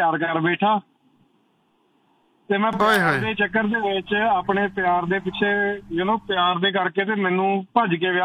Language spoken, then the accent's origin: Punjabi; Punjab, India; ਮੈਂ ਗੁਰਦਾਸਪੁਰ ਜ਼ਿਲ੍ਹੇ ਤੋਂ ਬਿਲੋਂਗ ਕਰਦਾ ਜੀ।